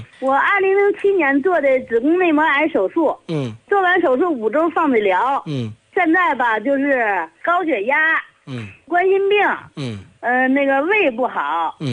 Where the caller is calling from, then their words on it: Chengde, Hebei, China; 承德的。